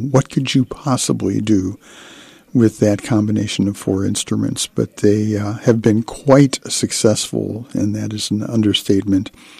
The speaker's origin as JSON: {"language": "English", "town": "South Bend", "region": "Indiana", "country": "United States", "tie": "born or raised there", "said": "my hometown of South Bend in northern Indiana, a large population of Polish people."}